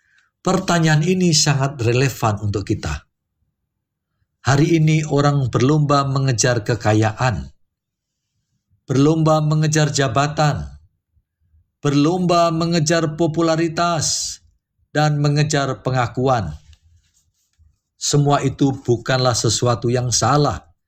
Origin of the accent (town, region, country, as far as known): Indonesia